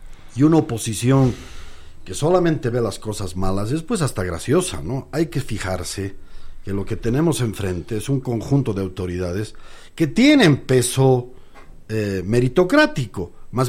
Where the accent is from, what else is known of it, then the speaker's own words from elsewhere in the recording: Bolivia; Yo soy boliviano